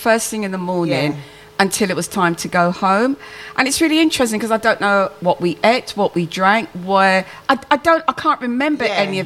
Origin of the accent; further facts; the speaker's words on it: Brixton, London, United Kingdom; You know, I grew up in Brixton, and we always was out on the street